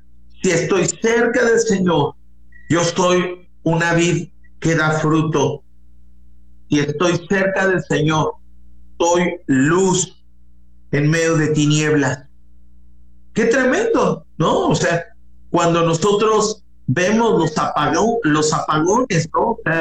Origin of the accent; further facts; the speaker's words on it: Mexico; en mi tierra mexicana